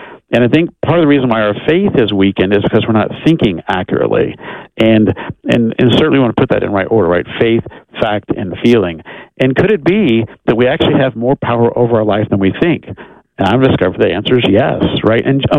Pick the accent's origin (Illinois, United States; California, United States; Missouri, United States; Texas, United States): Texas, United States; I'm from Texas, right? We have these Texas wild red ants.